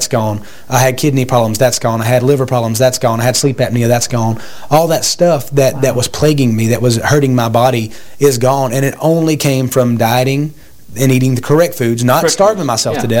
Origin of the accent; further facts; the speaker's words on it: the South, United States; I was from the South. Yeah, I'm from the South.